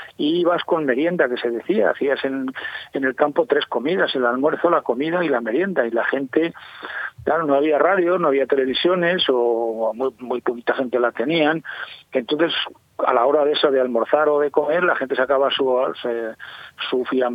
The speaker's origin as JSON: {"language": "Spanish", "country": "Spain", "tie": "born there", "moved": "yes", "said": "yo recuerdo en mi pueblo"}